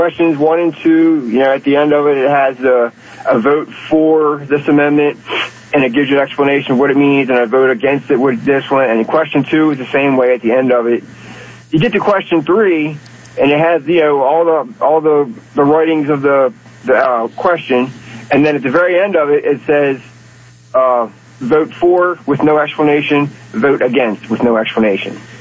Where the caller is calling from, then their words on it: Pasadena, Maryland, United States; We live in Anne Arundel County.